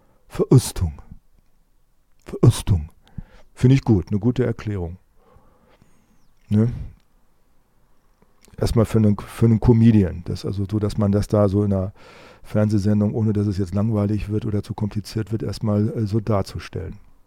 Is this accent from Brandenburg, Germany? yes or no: no; Saxony, Germany; Ich bin Sachse. Na und? Ja, leider.